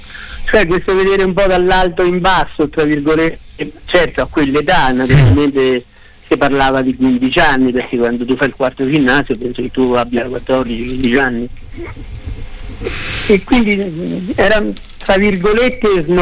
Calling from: Mogliano, Marche, Italy; Gli ho detto di Mogliano.

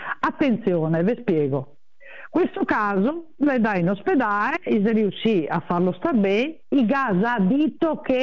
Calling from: Cartigliano, Veneto, Italy; cartigliano, cioè del mio paese

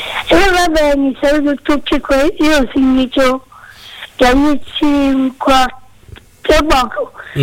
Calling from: Rossano, Calabria, Italy; Sono di Rossano

